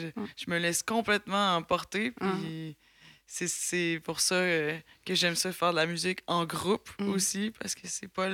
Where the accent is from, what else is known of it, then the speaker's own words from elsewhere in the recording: Les Escoumins, Quebec, Canada; il est même venu jouer jusqu'à chez nous, aux Escoumoués.